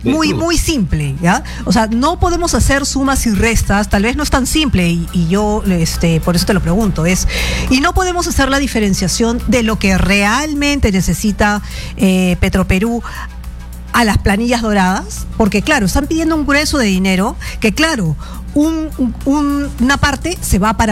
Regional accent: Peru; somos todos los peruanos los que estamos pagando eso

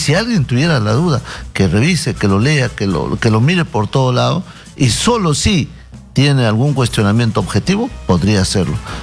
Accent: Peru; somos más los peruanos que amamos un estado de tranquilidad

